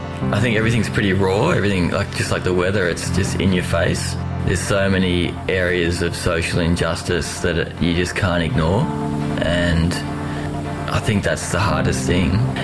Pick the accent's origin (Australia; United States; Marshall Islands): Australia; Sydney, New South Wales; moved away; I came here from Sydney originally just for 6 months in order to get out of Sydney